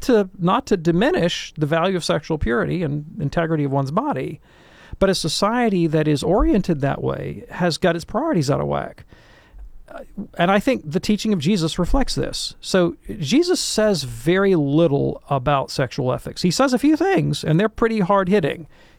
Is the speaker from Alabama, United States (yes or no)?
yes; Alabama, United States